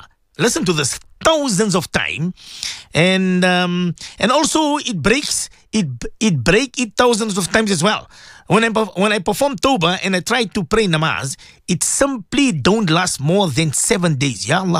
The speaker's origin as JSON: {"language": "English", "town": "Johannesburg", "region": "Gauteng", "country": "South Africa", "said": "I'm from Johannesburg North."}